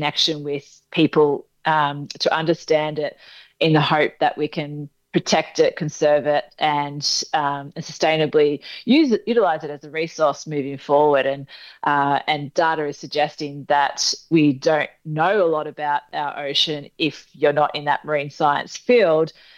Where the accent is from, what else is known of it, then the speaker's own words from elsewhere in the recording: Kyabram, Victoria, Australia; moved away; Yeah, so my hometown is Kyabram, which is a regional town up in northern Victoria. So it's about a 3-4 hour drive from the nearest coastal area.